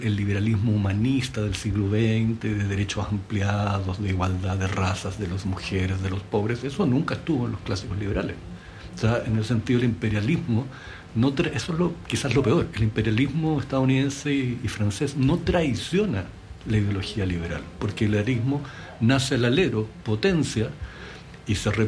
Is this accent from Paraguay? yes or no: no; Chile